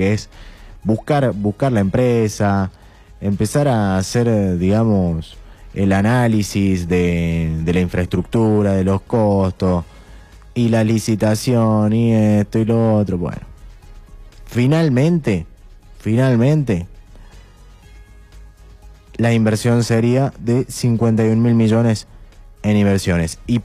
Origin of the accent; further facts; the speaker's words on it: Argentina; Y bueno, par de cositas que nos pasan como argentinos también, ¿no?